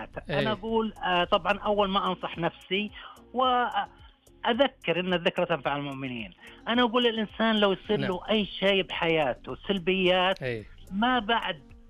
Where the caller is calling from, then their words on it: Buraydah, Al-Qassim, Saudi Arabia; أنا أكلمك من بريدة طبعا.